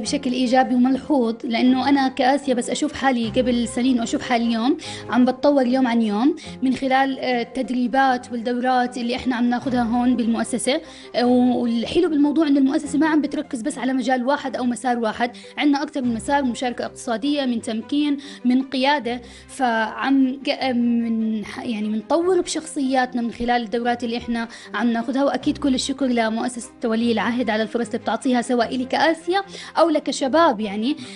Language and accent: Arabic; Jerash Governorate, Jordan; محافظتنا جرش